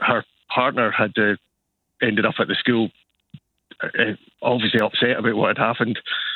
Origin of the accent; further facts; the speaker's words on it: Dumfries, Scotland, United Kingdom; I'm actually from Dumfries originally